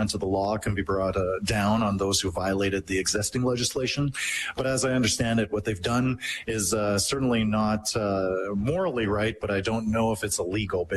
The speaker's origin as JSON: {"language": "English", "country": "Canada", "said": "I'm just Canadian, and we need to fix these issues within our family."}